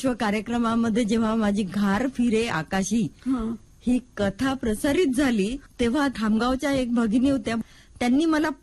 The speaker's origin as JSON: {"language": "Marathi", "town": "Darwha", "region": "Maharashtra", "country": "India", "tie": "born or raised there", "said": "माझं माहेर यवतमाळ जिल्ह्यातील दारव्हा येथील. माझे वडील ऍडव्होकेट … होते आणि माझं बालपण हे दारव्हा इथेच गेलं."}